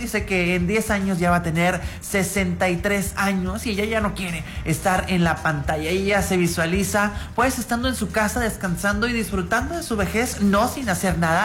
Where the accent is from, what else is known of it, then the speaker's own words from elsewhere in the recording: Mexico; Que nos ponen a bailar y a disfrutar y a saber realmente que somos mexicanos.